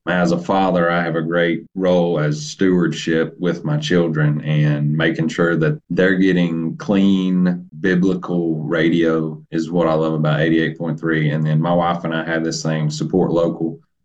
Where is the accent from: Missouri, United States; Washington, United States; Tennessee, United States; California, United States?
Tennessee, United States; Piney Flats; I'm from Piney Flats, Tennessee.